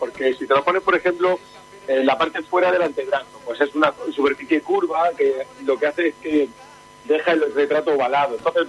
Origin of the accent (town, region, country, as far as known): Andalusia, Spain; born or raised there; now in Almería, Spain